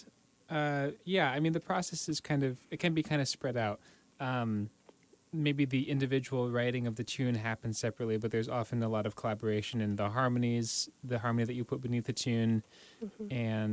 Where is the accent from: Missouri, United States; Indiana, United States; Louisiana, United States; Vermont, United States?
Indiana, United States; The words are by a poet from Indiana, actually, yes. from my home state, James Whitcomb Riley.